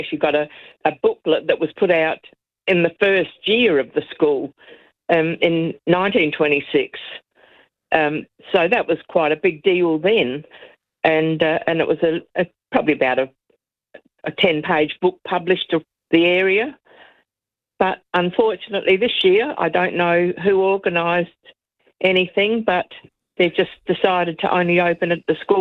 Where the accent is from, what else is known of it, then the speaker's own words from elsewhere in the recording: Ferradine Park, South Australia, Australia; I was brought up in Ferradine Park in South Australia, probably about 10 kilometres from the city. I now live about 6 kilometres from Ferradine Park.